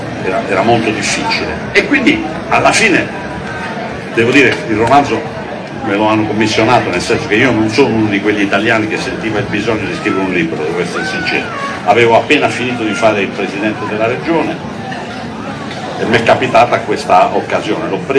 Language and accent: Italian; Southern Italy, Italy; Noi democratici del sud